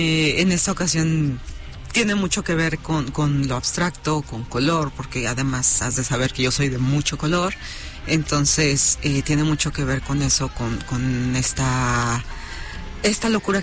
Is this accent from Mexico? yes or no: yes; Mexico; soy de aquí de México